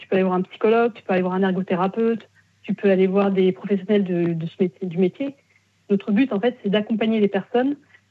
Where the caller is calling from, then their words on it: Pays de la Loire, France; Alors moi, je vous appelle de la Mayenne, la Mayenne, la Sarthe et le Maine-et-Loire, un peu. Je suis un peu entre les trois départements.